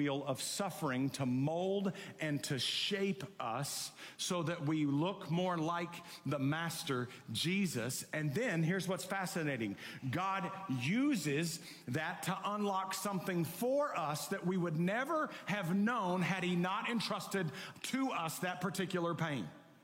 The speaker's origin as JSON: {"language": "English", "town": "Waco", "region": "Texas", "country": "United States", "tie": "born or raised there", "also_born_or_lived": "Dallas, Texas", "said": "I grew up in Waco, Texas, and then we moved to Dallas when I was in high school, and I grew up in Waco before Chip and Joanna made it cool. I'm old school."}